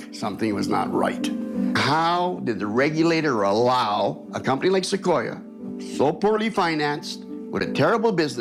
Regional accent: Two Hills, Alberta, Canada; I've lived in this area pretty well all my life. I grew up in Two Hills, Alberta, which is just a little town south of us here, about 5 minutes. Got married, met my wife here, and we settled down here and started to raise our family. We've been out here now 26 years.

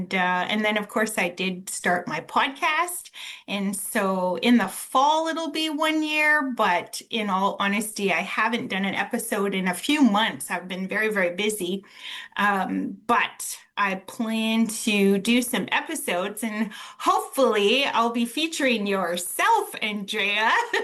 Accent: Saskatchewan, Canada; I'm a Cree lady from up north. And my late dad was German, though, but I was always status and connected to Canoe Lake Cree Nation. So, and I was raised in Cree communities.

